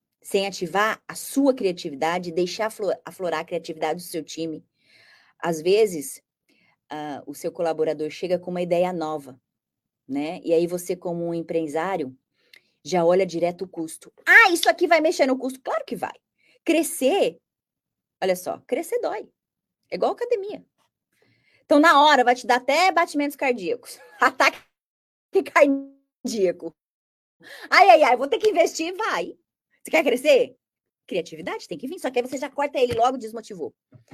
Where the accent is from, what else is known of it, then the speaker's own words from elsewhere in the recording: Brazil; moved away; Eu sou brasileira, tenho uma outra cultura